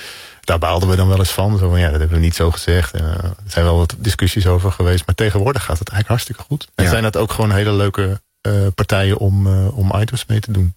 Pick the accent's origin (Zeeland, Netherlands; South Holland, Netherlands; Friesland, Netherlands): Zeeland, Netherlands; En in mijn ouderlijk huis in Oosterburg, dat lag ligt nog steeds tussen Middelburg en Vlissingen, waar ik ben opgegroeid